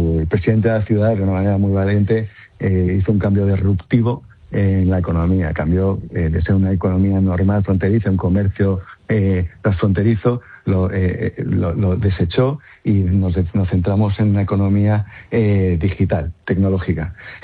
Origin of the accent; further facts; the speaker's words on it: Ceuta, Spain; los ciudadanos de Ceuta, que somos tan españoles como los de Albacete o los de Madrid.